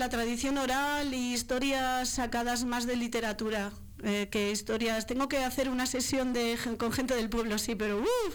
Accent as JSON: {"language": "Spanish", "town": "Bilbao", "region": "Basque Country", "country": "Spain", "lives_now": "Larrabetzu, Spain", "said": "Pues mira, soy de Bilbao, pero llevo ya 14 años viviendo en un pueblo que se llama Larrabetxu."}